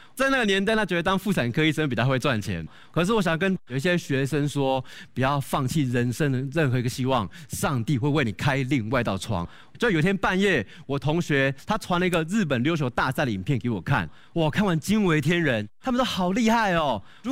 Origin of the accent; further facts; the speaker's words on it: Chiayi County, Taiwan; born there; moved away; also born or lived in Tainan; 我是台南人啊，但是我小时候是跟我阿嬷住在嘉义县的义竹乡，是个非常乡下的小地方。